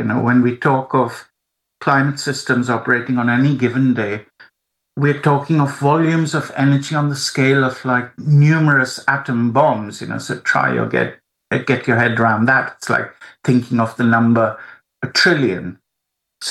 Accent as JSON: {"language": "English", "country": "India", "tie": "born or raised there", "said": "And this was unheard of at the time, even for where I grew up in India."}